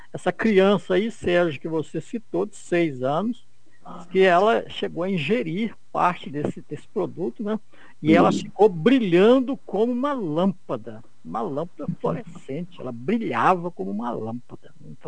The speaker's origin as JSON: {"language": "Portuguese", "region": "Minas Gerais", "country": "Brazil", "lives_now": "Juiz de Fora, Brazil", "said": "quando eu cheguei em Juiz de Fora, isso foi exatamente nesse mês aí que eu cheguei em Juiz de Fora, eu vim lá do Vale do Aço"}